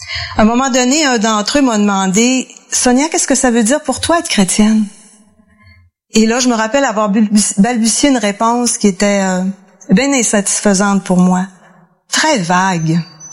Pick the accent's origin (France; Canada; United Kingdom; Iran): Canada; Saguenay, Quebec; Moi, j'ai grandi au Saguenay, dans une famille très chaleureuse, avec un père italien.